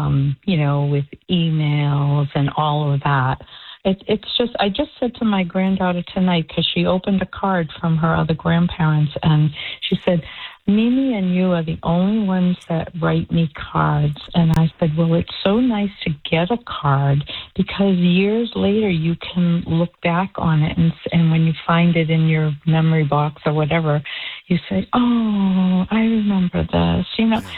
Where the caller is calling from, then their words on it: Boca Raton, Florida, United States; I'm from Boca, but yeah, I'm from here.